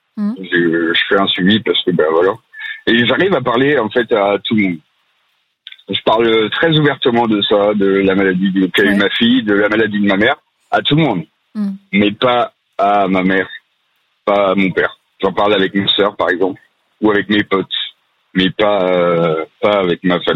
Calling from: La Rochelle, Nouvelle-Aquitaine, France; Je suis actuellement à La Rochelle.

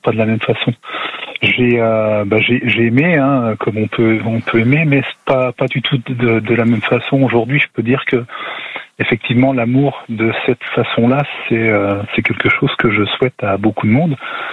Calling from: Grand Est, France; J'habite en Moselle, à côté de Sarrebourg.

